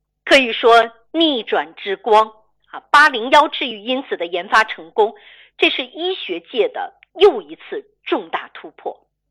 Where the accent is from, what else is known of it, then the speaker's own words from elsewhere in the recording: China; 但是值得庆幸的是什么？是我来自于中国，我的背后有祖国传统的中医药学的支持